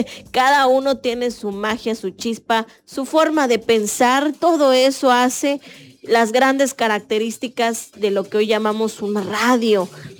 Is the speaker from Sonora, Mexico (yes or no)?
no; Tapachula, Chiapas, Mexico; A mí me encanta Tapachula. Yo amo mi tierra, amo disfrutar en las mañanas, ver el volcán.